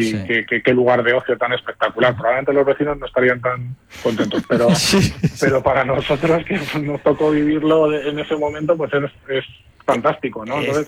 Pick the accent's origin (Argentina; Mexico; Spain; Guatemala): Spain; Fuenlabrada, Community of Madrid; Ahora Fuenlabrada, pues bueno, ya es una ciudad muy cosmopolita, más de 200.000 habitantes, vivimos aquí, y yo también soy de Fuenla, soy fuenlabreño